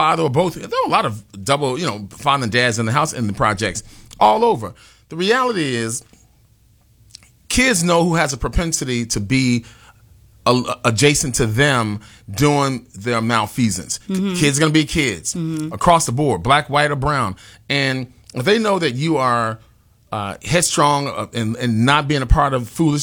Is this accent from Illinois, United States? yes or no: yes; Chicago, Illinois, United States; It's no secret that, you know, I grew up in Cabrini Green.